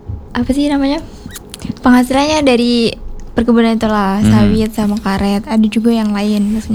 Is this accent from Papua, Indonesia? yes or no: no; South Sumatra, Indonesia; Musi Banyuasin.